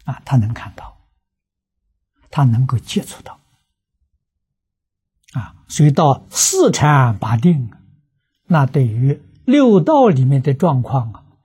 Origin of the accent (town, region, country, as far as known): China